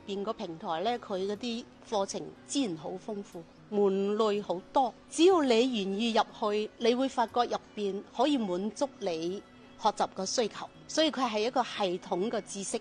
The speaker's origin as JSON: {"language": "Cantonese", "region": "Guangdong", "country": "China", "said": "作為我們廣府人"}